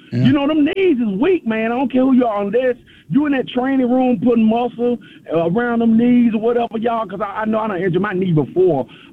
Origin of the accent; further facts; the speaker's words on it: Louisville, Mississippi, United States; Andy Kennedy, yeah, he from my hometown.